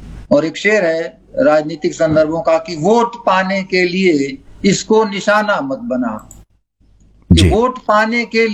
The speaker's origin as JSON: {"language": "Hindi", "town": "Ballia", "region": "Uttar Pradesh", "country": "India", "tie": "born there", "moved": "yes", "lives_now": "Greater Noida, India", "said": "मेरा जन्म स्थान उत्तर प्रदेश का एक पूर्वी क्षेत्र में एक जिला है बलिया"}